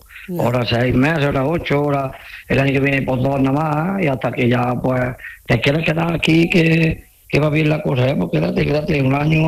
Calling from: Casariche, Andalusia, Spain; Yo vivo en Casariche.

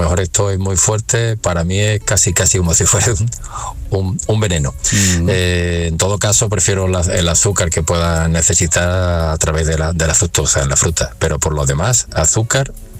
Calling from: Jerez de la Frontera, Andalusia, Spain; de Jerez.

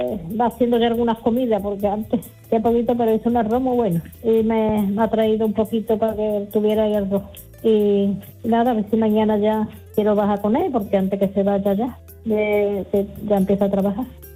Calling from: Seville, Andalusia, Spain; de Sevilla.

